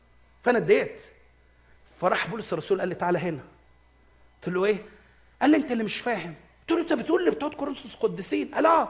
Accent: Egypt; عندنا في مصر

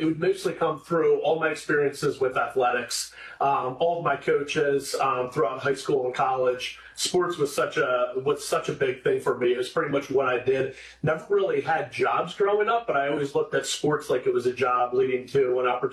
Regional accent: Chester County, United States; Yeah, I'm from here in Chester County. I'm the oldest of four.

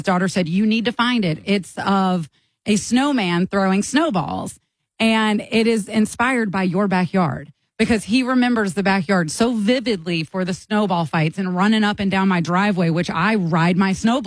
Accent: Augusta, Georgia, United States; I'm from Augusta.

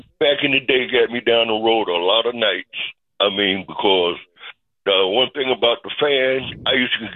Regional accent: New York City, New York, United States; I'm a New York City native. I'm from South Jamaica.

